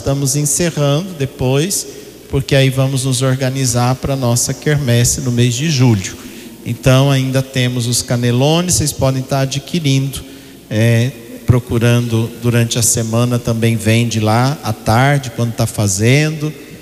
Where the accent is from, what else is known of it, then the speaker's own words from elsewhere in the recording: Brazil; nós somos brasileiros, né?